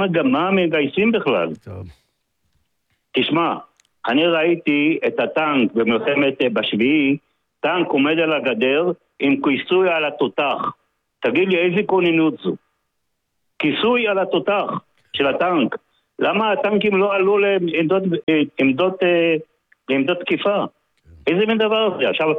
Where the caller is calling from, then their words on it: Tel Aviv, Tel Aviv District, Israel; אני מתל אביב.